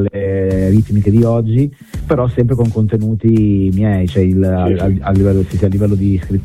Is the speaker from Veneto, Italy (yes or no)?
no; Liguria, Italy; Sì, nell'entroterra qui, dalle mie parti.